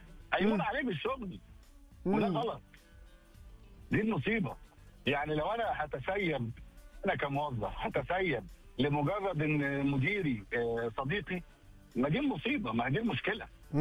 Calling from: Dammam, Eastern Province, Saudi Arabia; أكلمك من الدمام.

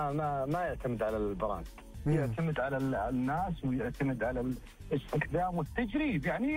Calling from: Saudi Arabia; عندنا في السعودية

